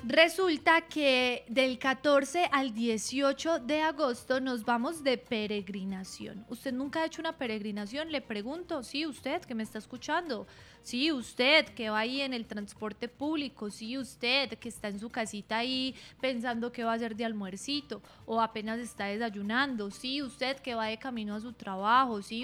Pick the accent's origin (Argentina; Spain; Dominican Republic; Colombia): Colombia; Vamos a tener festival típicos de mi tierra este lunes 20 de julio.